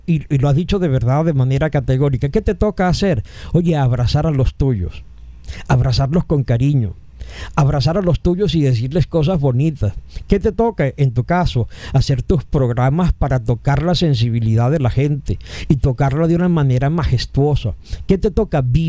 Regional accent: Venezuela

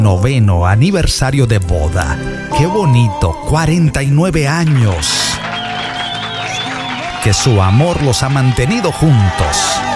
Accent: Veracruz, Mexico; yo soy de Oro, y yo soy Jarocho.

